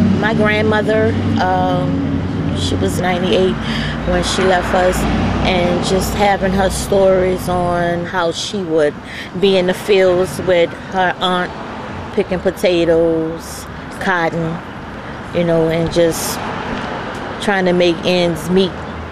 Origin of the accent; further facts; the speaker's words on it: New Orleans, Louisiana, United States; I'm born and raised in the Ninth Ward, and I have four siblings that was also raised in the Ninth Ward.